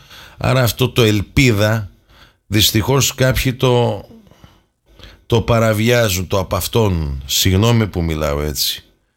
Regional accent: Greece; εμείς να έχουμε πρώτα απ' όλα όρεξη σαν Έλληνες να πάρουμε την πατρίδα μας πίσω.

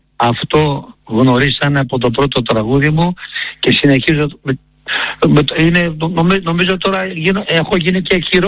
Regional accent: Greece; born there; also born or lived in Kazakhstan; ήρθαμε στην πατρίδα μας, στην Ελλάδα μας, εδώ που ήταν το όνειρό μας

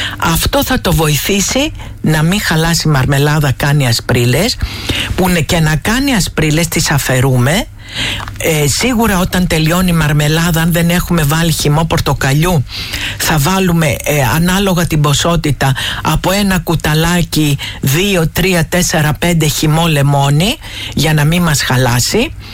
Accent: Kymi, Central Greece, Greece; Αχ, πατριώτησά μου είναι. Από πού είναι, από την Νότια, είμαι από την Κύμη.

